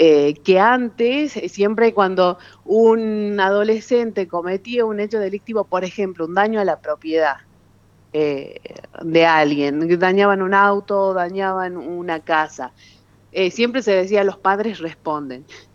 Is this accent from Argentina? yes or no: yes; Catamarca, Argentina